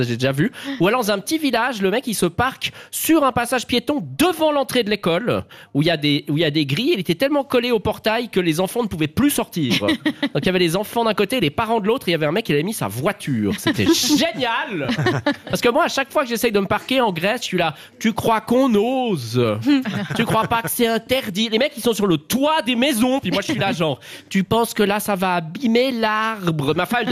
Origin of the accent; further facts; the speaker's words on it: Vaud, Switzerland; Je suis vaudois.